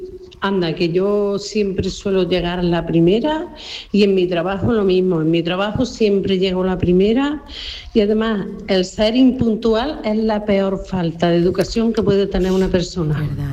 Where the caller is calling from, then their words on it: Córdoba, Andalusia, Spain; de Córdoba.